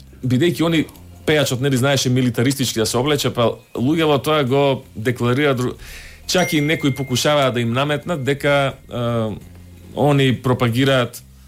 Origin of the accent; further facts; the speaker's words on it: Skopje Statistical Region, North Macedonia; Прво ЦЕКа мене ми беше на 100 метар од мене, кај што сум ја и роден и пораснат у Поштанска зграда до Соборна црква.